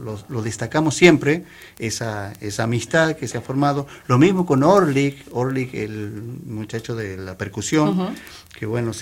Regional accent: Santiago del Estero, Argentina; moved away as an adult; now in Río Gallegos, Argentina; Yo hace 10 años que vivo aquí en Río Gallegos, soy de Santiago del Estero

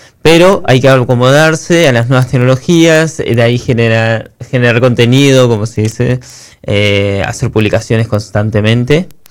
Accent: Río Gallegos, Santa Cruz, Argentina; soy un representante de Río Gallegos en el mundo

